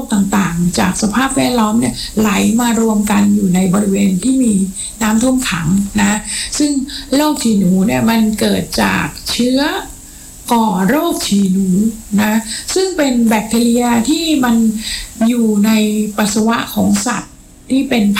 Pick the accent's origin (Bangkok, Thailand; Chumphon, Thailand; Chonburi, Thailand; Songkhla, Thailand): Chonburi, Thailand; เรามาจากชลบุรีนะเรามาจากถิ่นข้าวหลามนะ